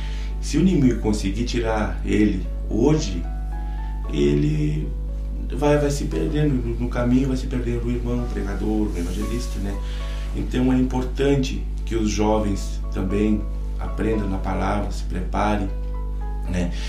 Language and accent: Portuguese; Aceguá, Rio Grande do Sul, Brazil; porque somos de Ceguá, é uma cidade fronteiriça, né?